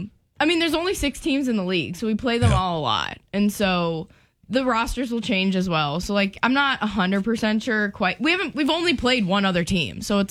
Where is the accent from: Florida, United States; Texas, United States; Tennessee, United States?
Florida, United States; moved away; So I'm from Florida.